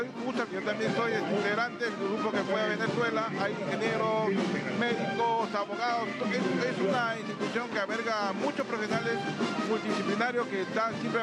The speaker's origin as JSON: {"language": "Spanish", "country": "Peru", "said": "Nosotros como peruanos estamos muy orgullosos de integrar esta institución, que lo único que hacemos es servir a nuestros hermanos bomberos, a nuestros hermanos peruanos"}